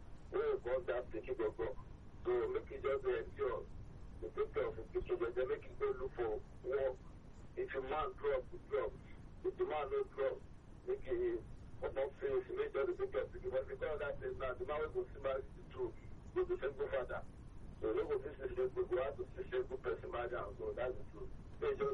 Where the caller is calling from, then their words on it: Ibeju-Lekki, Lagos, Nigeria; I'm calling you from Ibejuleki.